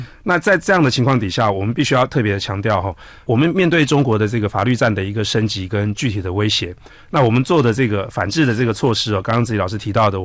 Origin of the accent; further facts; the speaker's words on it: Taiwan; 我们台湾人身上